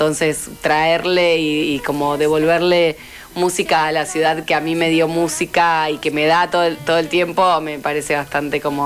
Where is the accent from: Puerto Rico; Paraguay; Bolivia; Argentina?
Argentina; Rosario, Santa Fe; now in Buenos Aires, Argentina; Los domingos extraño, seguro, Rosario.